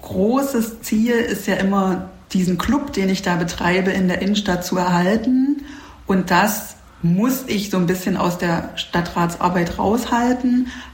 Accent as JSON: {"language": "German", "town": "Halle", "region": "Saxony-Anhalt", "country": "Germany", "said": "was man auch so als Hallenser eigentlich gar nicht so mitbekommt"}